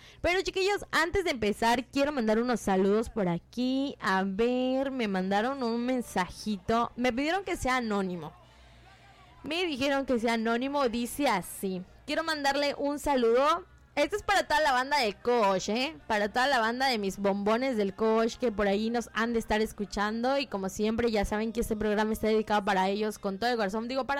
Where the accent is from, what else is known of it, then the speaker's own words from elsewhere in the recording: Mexico; todos celebramos todos los días que somos mexicanos